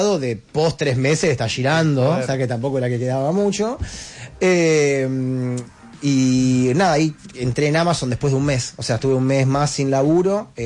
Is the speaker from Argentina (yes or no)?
yes; Argentina; moved away as an adult; also born or lived in Barcelona; Le digo, soy argentino, me está mostrando una terraza con parrilla, acabo de llegar a España.